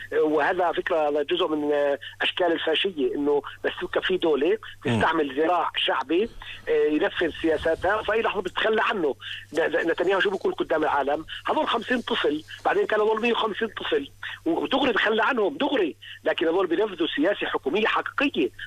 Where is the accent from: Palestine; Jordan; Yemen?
Palestine; احنا كفلسطينيين